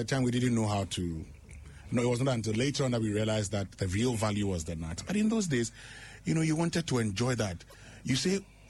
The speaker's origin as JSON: {"language": "English", "town": "Ho", "region": "Volta", "country": "Ghana", "tie": "born or raised there", "said": "I grew up in Ho"}